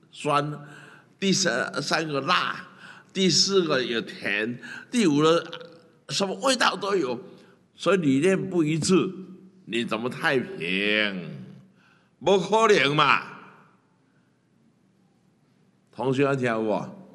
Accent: Taiwan

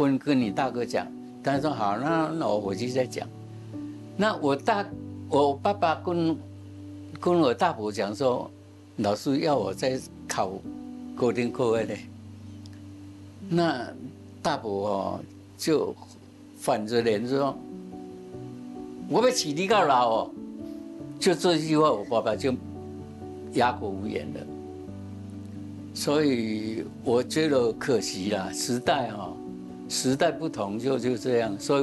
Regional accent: Zhushan, Nantou County, Taiwan; 南投竹山

